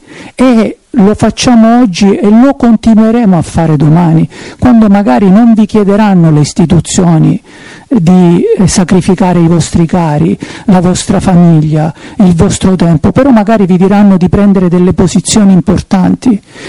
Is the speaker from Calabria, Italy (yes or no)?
yes; Reggio Calabria, Calabria, Italy; io vengo da Reggio Calabria